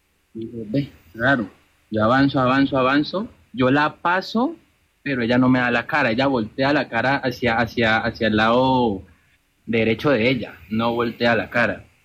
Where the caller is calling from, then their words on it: Cali, Valle del Cauca, Colombia; Hablo de la ciudad de Cali.